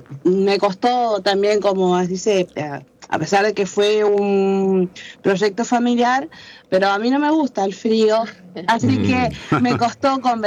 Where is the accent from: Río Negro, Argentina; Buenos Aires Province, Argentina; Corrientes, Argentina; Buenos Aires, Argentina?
Corrientes, Argentina; Curuzú Cuatiá; moved away as an adult; now in Antarctica; yo soy del norte, soy de Cruzucuatía, Corrientes.